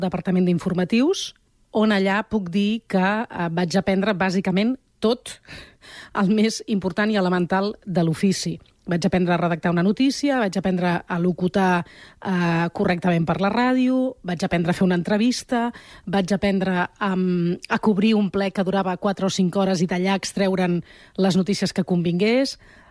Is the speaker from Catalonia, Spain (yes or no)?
yes; Barcelona, Catalonia, Spain; amb una amiga que era de Sant Cugat, jo sóc de Barcelona, vam anar a la ràdio.